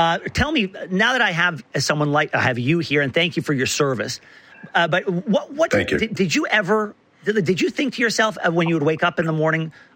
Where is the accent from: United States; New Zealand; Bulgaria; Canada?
Canada; As a Canadian living in my own little bubble